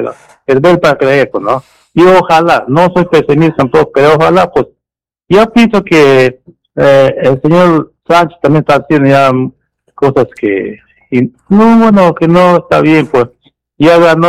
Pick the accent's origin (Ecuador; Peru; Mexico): Peru; por supuesto, todos somos peruanos, todos queremos el progreso